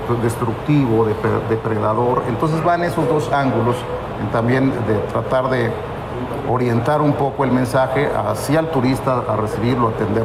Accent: Acapulco, Guerrero, Mexico; Pues ya regreso a Acapulco a trabajar, soy acapulqueño, uh-huh. Nací aquí en Acapulco y tengo mucho cariño y amor pues por mi ciudad, por mi puerto.

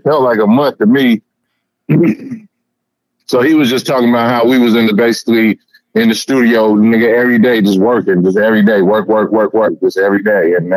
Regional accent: Oakland, California, United States; I'm from East Oakland.

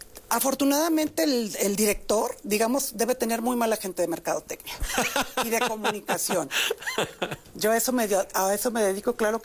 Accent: Tepic, Nayarit, Mexico; Por eso, pues yo que soy de Tepic, como Amado Nervo, que crecí declamando sus poemas desde que tenía 6 años.

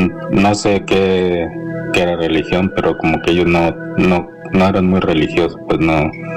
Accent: Tijuana, Baja California, Mexico; now in Oregon, United States; Hola. Llamo de aquí de Oregón, pero soy originario de Tijuana.

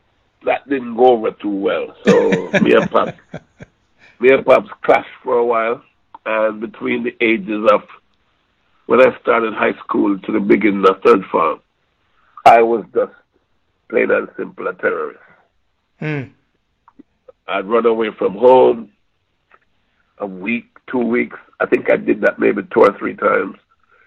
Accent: Clark's Town, Trelawny, Jamaica; I was born in Clarkstown, Trelawny, right in the middle of the sugar belt.

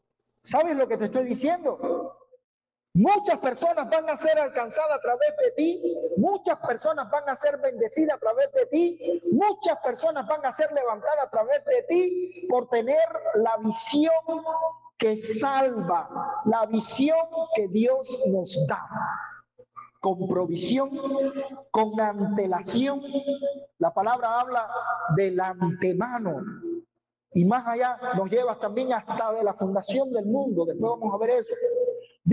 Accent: Bolivia; nosotros como bolivianos

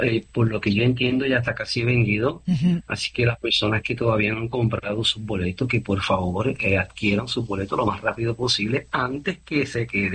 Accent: Puerto Rico; moved away; Yo era un muchacho, yo imagínate, vine de Puerto Rico y viendo un sueño que por momentos parecía demasiado grande para ser real.

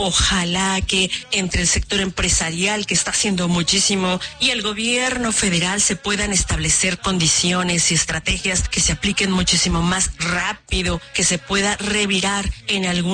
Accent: Mexico; nosotros como mexicanos de a pie

